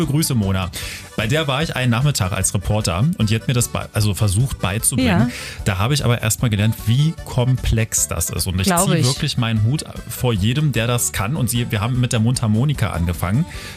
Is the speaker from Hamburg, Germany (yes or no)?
no; Burg, Saxony-Anhalt, Germany; Und in Burg bei Magdeburg, meine Heimat, da gibt es eine super Lehrerin